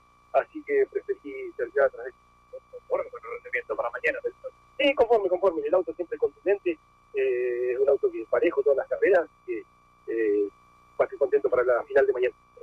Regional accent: Gobernador Costa, Chubut, Argentina; Yo vengo de Gobernador Costa, un pueblo chico que hoy vengo a representar

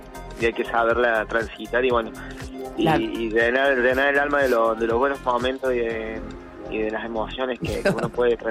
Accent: Córdoba, Argentina; Soy de Córdoba, ya estoy arriba para arrancar la mañana.

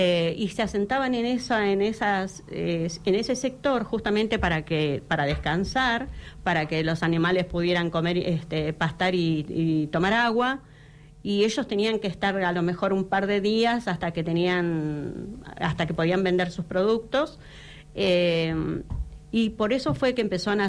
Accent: Trelew, Chubut, Argentina; Nací en Trelew y me crié desde muy chiquita en Barrio La Laguna. Ahí estaba mi familia, que mi padre venía desde Gangán, mi mamá desde el Telsen, se conocen en Madryn

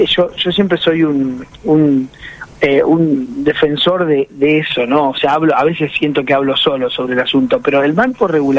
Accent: La Pampa, Argentina; yo soy de La Pampa

